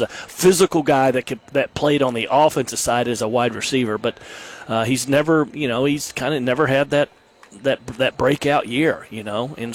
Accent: Norman, Oklahoma, United States; who's from my hometown in Norman, Oklahoma, Norman High School.

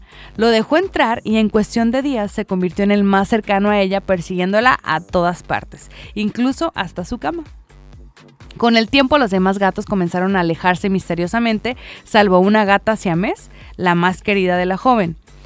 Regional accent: Mexico; siendo mexicanos

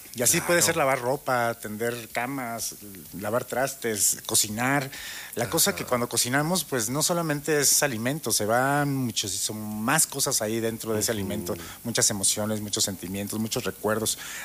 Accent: Morelia, Michoacán, Mexico; Yo soy originario de Morelia.

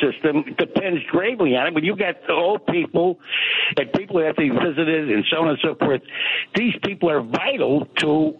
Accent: Chicago, Illinois, United States; born there; I was born on the West Side.

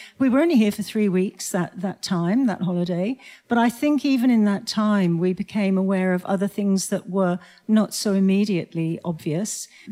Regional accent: South West England, United Kingdom; moved away as an adult; I grew up in the West Country in the UK, in Cornwall

